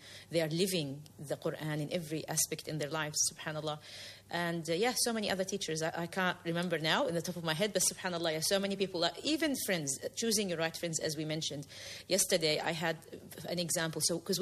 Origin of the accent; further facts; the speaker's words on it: New Zealand; I grew up in New Zealand.